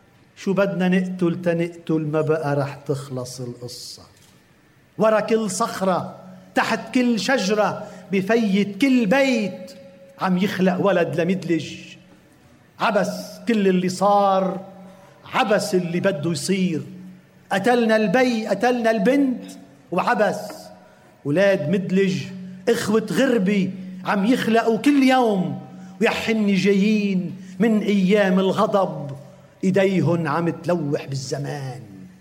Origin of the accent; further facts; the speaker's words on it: Lebanon; ونحن في لبنان